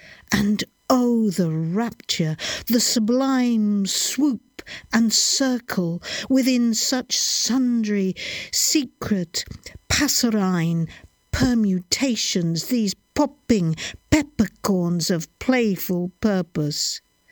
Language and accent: English; South West England, United Kingdom; from South Devon.